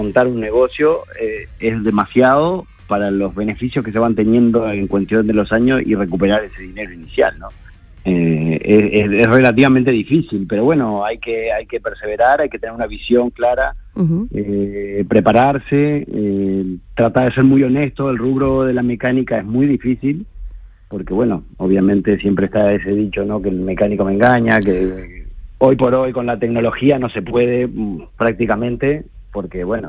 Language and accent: Spanish; Uruguay; el resto de la banda, los chicos son argentinos. Uh-huh. Yo soy de Uruguay